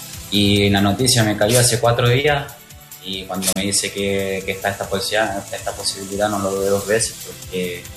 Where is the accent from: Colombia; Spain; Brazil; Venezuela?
Brazil; Spanish is a second language; now in Chile; y quería venir a ayudar, a aportar con lo que crecí allá en Brasil.